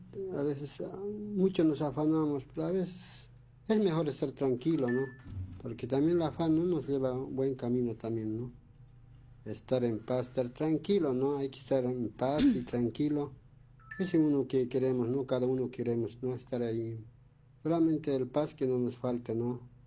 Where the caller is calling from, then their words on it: La Paz, Bolivia; Yo soy uno de la paz, soy